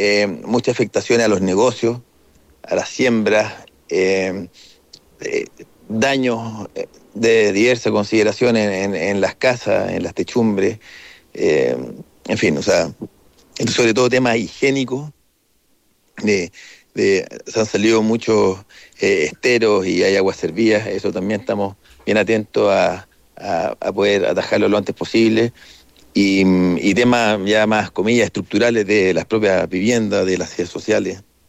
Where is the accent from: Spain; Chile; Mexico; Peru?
Chile; lo mejor que tenemos como chilenos